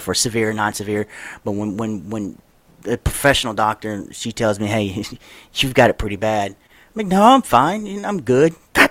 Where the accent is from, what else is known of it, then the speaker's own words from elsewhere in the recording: Louisiana, United States; When I grew up in here in South, down here in Louisiana, where I'm from, I grew up in trailers all my life.